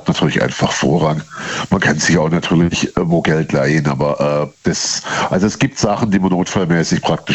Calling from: Rems-Murr district, Baden-Württemberg, Germany; So 40 Kilometer nördlich von Stuttgart

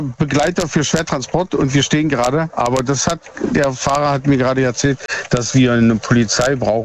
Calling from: East Germany, Germany; ich komme aus der ehemaligen DDR

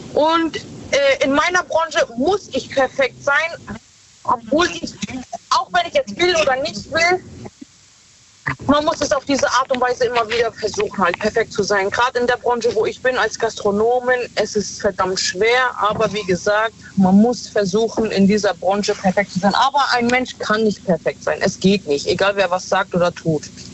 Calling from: Sankt Martin, Rhineland-Palatinate, Germany; Ich bin aus dem Rheinland-Pfalz.

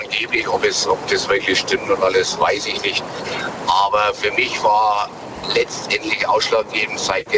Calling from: Nuremberg, Bavaria, Germany; Also ich komme aus Nürnberg und Nürnberg gehört nicht zu Bayern.

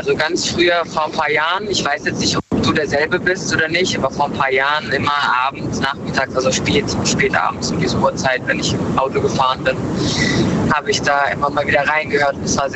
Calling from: Frankfurt, Hesse, Germany; Aus Frankfurt.

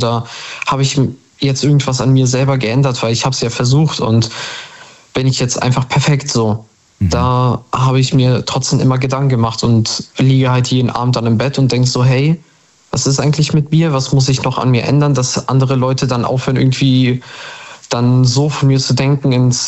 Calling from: Bremen, Germany; ich komme aus Bremen, also Nähe Bremen.

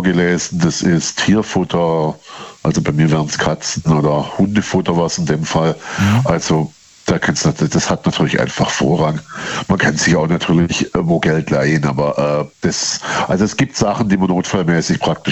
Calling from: Baden-Württemberg, Germany; So 40 Kilometer nördlich von Stuttgart, also nördlich ja Rems-Murr-Kreis, ja.

